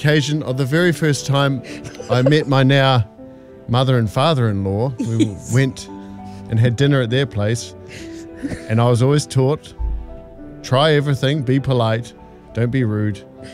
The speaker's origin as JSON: {"language": "English", "town": "Oamaru", "region": "Otago", "country": "New Zealand", "said": "I'm from Oamaru"}